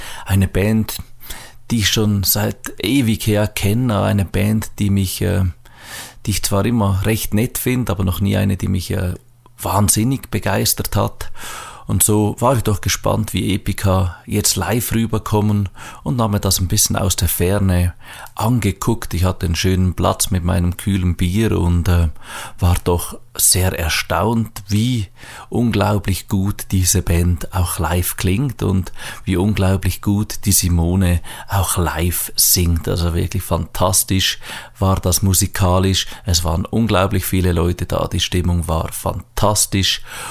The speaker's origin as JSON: {"language": "German", "country": "Switzerland", "said": "Klar, für uns als Schweizer"}